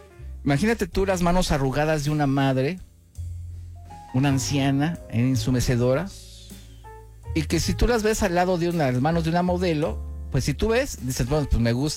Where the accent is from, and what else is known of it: Mexico